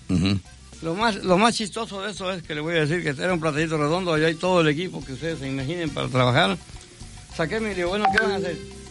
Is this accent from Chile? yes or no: no; Alvarado, Veracruz, Mexico; Yo nací en Alvarado, como todos saben, en Alvarado, Veracruz. Fui criado en Las Escolleras, municipio de Alvarado